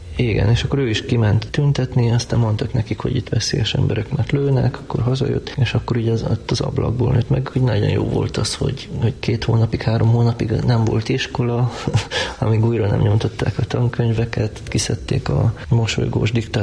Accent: Arad, Arad County, Romania; moved away as an adult; also born or lived in Târgu Mureș, Romania; amíg ott éltem, az alatt a 18 év alatt, én végig elvágyódtam onnan.

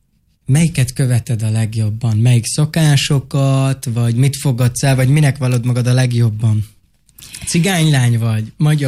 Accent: Hungary; magyarországi roma vagyok

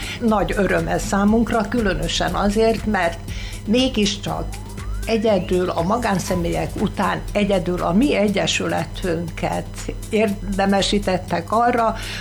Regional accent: Bátaszék, Tolna, Hungary; moved away as an adult; also born or lived in Bácsalmás; now in Szekszárd, Hungary; én Bács József albán születtem, ugye menekülés közben, utána bátaszéki gyerekként nevelkedtem

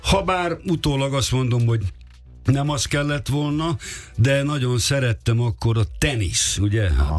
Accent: Budapest, Hungary; És hát ott nőttem föl, ott voltam tag

